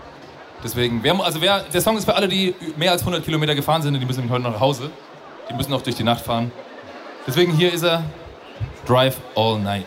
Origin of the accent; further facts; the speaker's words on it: Bavaria, Germany; Wir sind selbst aus Bayern. Wer es hier nicht weiß, wir kommen aus Bayern, aber natürlich aus dem schönsten Bereich. Wir kommen natürlich aus Franken.